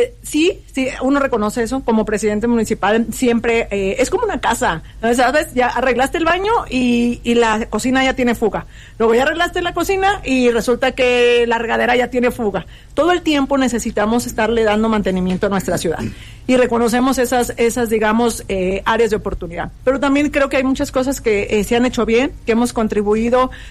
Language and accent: Spanish; Apatzingán, Michoacán, Mexico